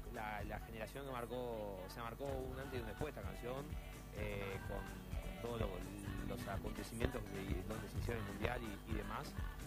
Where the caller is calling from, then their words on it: General Güemes, Salta, Argentina; de General Güemes, Salta.